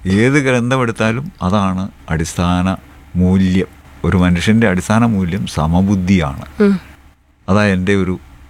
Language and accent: Malayalam; Arikuzha, Kerala, India; തൊടുപുഴ തന്നെയാണ്. തൊടുപുഴ അരിക്കുഴ എന്ന് പറഞ്ഞ ഗ്രാമത്തിലാണ് ഞാൻ ജനിച്ചതും വളർന്നതും. അരിക്കുഴ ASS UPSലാണ് പഠിച്ചത്.